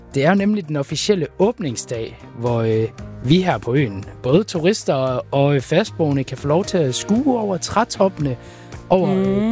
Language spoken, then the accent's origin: Danish; Central Denmark Region, Denmark; Jeg er jo vestjyde helt ind til benet.